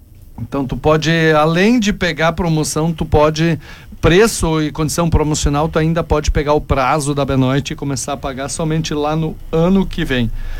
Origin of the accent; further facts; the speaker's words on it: Palmitos, Santa Catarina, Brazil; born there; now in Salvador do Sul, Brazil; Eu sou nascido em Palmito, Santa Catarina. Eu sou catarinense, mas de coração eu sou gaúcho, sou salvadorense.